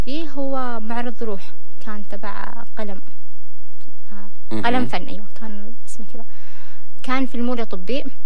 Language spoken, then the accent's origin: Arabic; Yemen; لما أنا أشتري منتج من اليمن وقتها أكون مساهم بنهضة بلدي